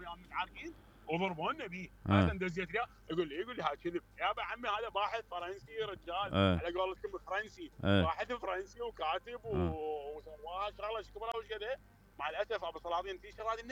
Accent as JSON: {"language": "Arabic", "country": "Iraq", "said": "ليش مو أنت عراقي وأنا عراقي"}